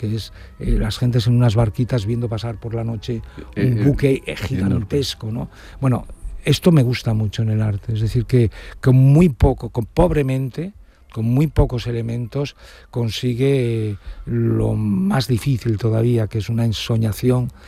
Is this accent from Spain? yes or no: yes; León, Castile and León, Spain; Yo soy poco de León también, ¿eh? Yo he sido de León, pero soy ahora quizás menos.